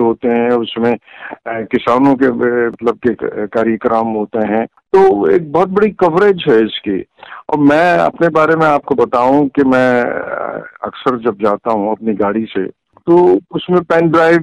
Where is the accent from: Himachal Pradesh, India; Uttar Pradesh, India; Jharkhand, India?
Uttar Pradesh, India; Rampur; और मैं यहाँ पुरानागंज कीरबाज खां रामपुर का ही निवासी हूँ, और मैंने अपनी एजुकेशन भी यहीं से की